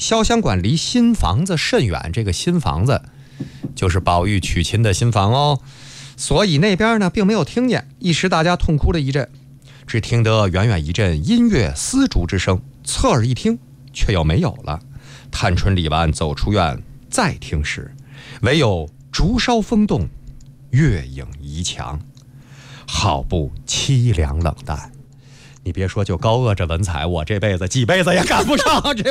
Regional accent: China

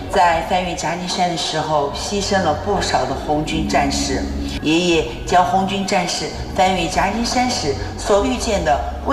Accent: Baoxing, Sichuan, China; 因为我是土生土长的一名藏族人，那我就希望呢，我们宝兴的这个红色资源啊

